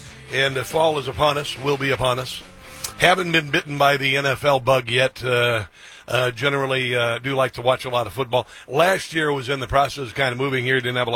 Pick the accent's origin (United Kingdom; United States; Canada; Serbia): United States; Iowa; running for governor in the state of Iowa. My home state, by the way, my home state.